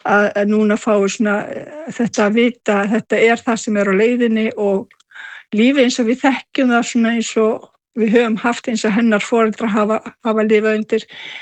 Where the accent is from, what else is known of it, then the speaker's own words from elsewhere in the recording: Kujalleq, Greenland; ég kem frá Suður-Grænlandi, unniðum mörg sumur í Narsarsuaq